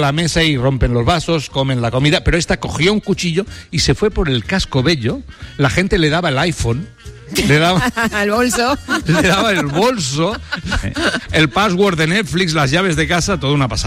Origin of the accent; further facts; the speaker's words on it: Catalonia, Spain; Soy catalana.